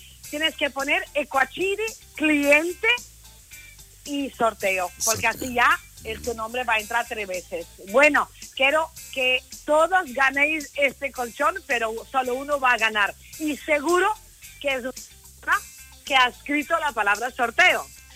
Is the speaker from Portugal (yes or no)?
yes; Lisbon, Portugal; moved away; me pregunta, oye, ¿tu acento dónde es? Digo, soy de Lisboa